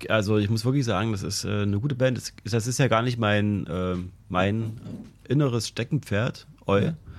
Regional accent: Berlin, Germany; In welcher Zeit bin ich denn in Berlin aufgewachsen?

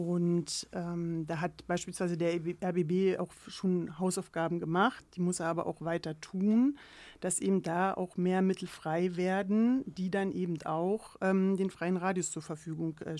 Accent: Cottbus, Brandenburg, Germany; now in Berlin, Germany; Ich bin ja selber in Brandenburg aufgewachsen, in Cottbus, wohne jetzt seit 1998 in Berlin-Pankow.

